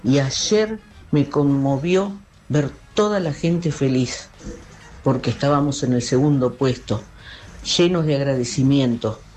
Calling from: Berazategui, Buenos Aires Province, Argentina; de Berazategui.

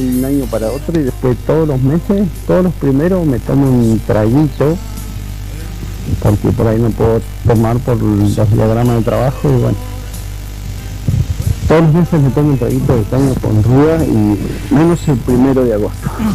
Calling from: Rincón de los Sauces, Neuquén, Argentina; de Rincón de los Sauces.

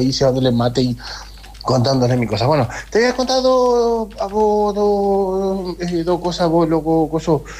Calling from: Capiatá, Central, Paraguay; del Paraguay de Capieta.

